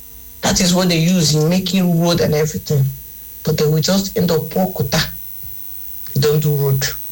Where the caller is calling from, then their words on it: Nigeria; I'm a Nigerian.